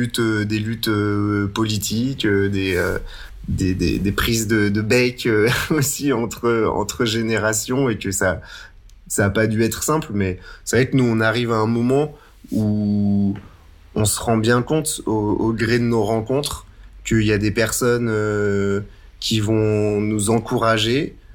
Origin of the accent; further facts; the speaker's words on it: Saint-Étienne, Auvergne-Rhône-Alpes, France; En plus, on est stéphanois et on ose chanter en occitan, alors oulala, attention.